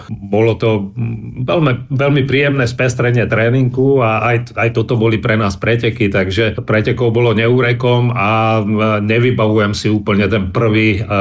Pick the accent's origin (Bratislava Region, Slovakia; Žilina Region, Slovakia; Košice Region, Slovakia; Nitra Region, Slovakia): Bratislava Region, Slovakia; Bratislava; also born or lived in Trenčín; napriek tomu, že pochádzam z Trenčína, alebo narodil som sa tam, tak som vyrastal v Bratislave, pretože otec, tiež bývalý skvelý cyklista, československý reprezentant, dostal miesto v Interi Bratislava, takže ja som vyrastal v Bratislave.